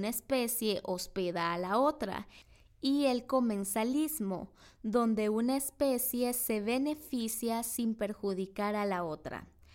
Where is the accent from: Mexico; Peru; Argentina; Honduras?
Honduras